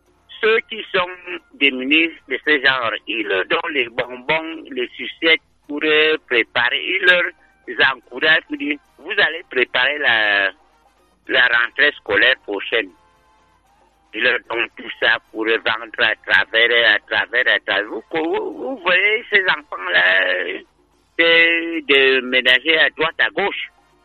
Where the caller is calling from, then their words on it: Milaba, Centre, Cameroon; Je vous appelle de Milaba, arrondissement de Mangama.